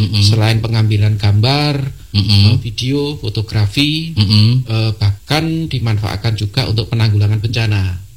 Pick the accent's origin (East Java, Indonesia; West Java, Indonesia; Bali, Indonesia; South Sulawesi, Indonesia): East Java, Indonesia; Malang; born there; Ah, kalau saya kelahiran Malang ya Pak ya.